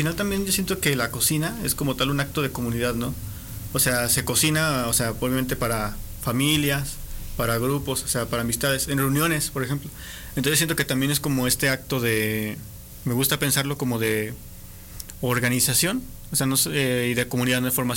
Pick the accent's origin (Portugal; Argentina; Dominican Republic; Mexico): Mexico; las que somos ciudadanos mexicanos